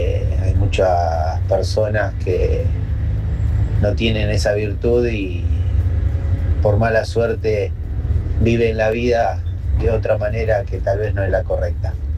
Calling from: Quilmes, Buenos Aires Province, Argentina; de Quilmes

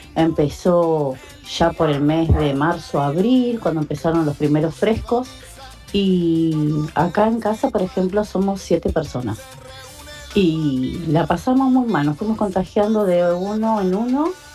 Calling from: Quilmes, Buenos Aires Province, Argentina; Hola, ¿cómo están? … de Quilmes.

